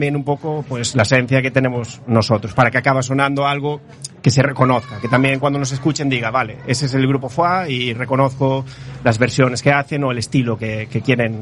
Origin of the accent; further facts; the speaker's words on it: Monte Alto, Galicia, Spain; A ver, es cierto que algunos de los integrantes del grupo somos de Monte Alto.